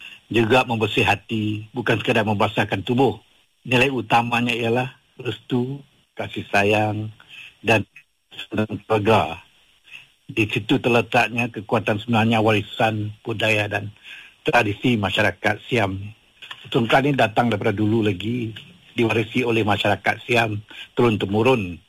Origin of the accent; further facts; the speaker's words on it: Padang Serai, Kedah, Malaysia; Saya berasal daripada Kampung Alak Madu, Sidam Kiri, Padang Serai, Kedah. Asal usul saya adalah daripada Kampung Nakal, Padang Terap, Kedah.